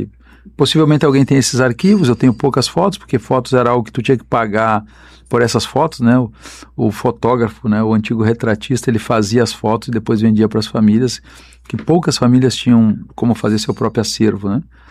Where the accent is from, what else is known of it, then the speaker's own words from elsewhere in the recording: Santiago, Rio Grande do Sul, Brazil; also born or lived in Santa Maria, Brazil / Porto Alegre, Brazil; Eu nasci numa cidade militar, nasci em Santiago, estudei em Santa Maria. Passei algumas vezes por Porto Alegre, então meu trânsito era Santiago, Santa Maria e Porto Alegre, esse eixo do maior contingente militar do Brasil, né, o Terceiro Exército. Nasci e me criei ao fundo do quartel-general.